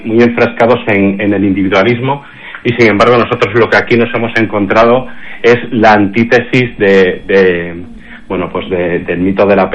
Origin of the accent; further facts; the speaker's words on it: Vigo, Galicia, Spain; born there; now in Ribeira Sacra, Spain; yo soy gallego, nací en Vigo, estuve en muchas partes pues del mundo y finalmente vuelvo a recalar ya con mis 57 años, pues aquí en Galicia, en concreto en la Ribeira Sacra